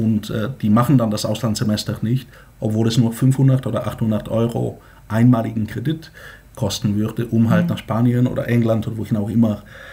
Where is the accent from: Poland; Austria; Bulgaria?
Bulgaria